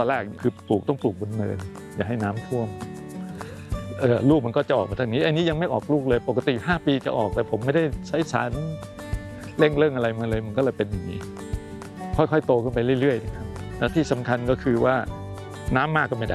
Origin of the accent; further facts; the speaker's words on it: Lang Suan, Chumphon, Thailand; born there; ผมเกิดที่อำเภอหลังสวนจังหวัดชุมพรนี่แหละครับก็คือชาวสวน